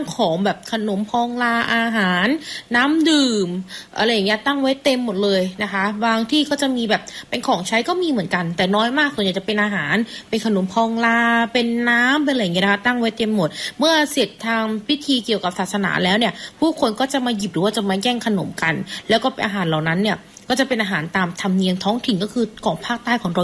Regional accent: Southern Thailand, Thailand; now in Surat Thani, Thailand; ถ้าเราเป็นคนใต้เราก็รู้จักกันดีอยู่แล้วนะ

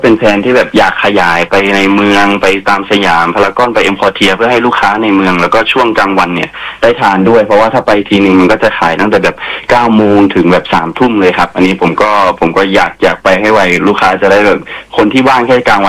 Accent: Southern Thailand, Thailand; ผมเนี่ยเป็นคนใต้เหมือนกันนะ

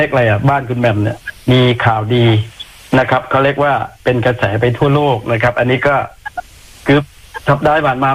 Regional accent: Nakhon Si Thammarat, Thailand; born there; ผมเกิดนครนะครับ

